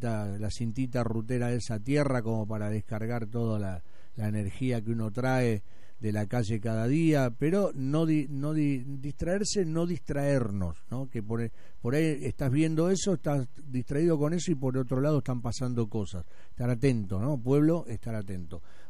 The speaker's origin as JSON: {"language": "Spanish", "country": "Argentina", "said": "lo vamos a vivir como siempre, como argentinos"}